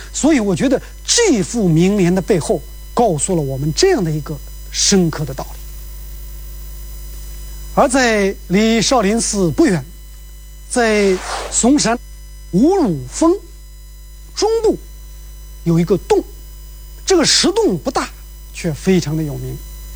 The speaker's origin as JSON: {"language": "Chinese", "country": "China", "said": "我们中国人"}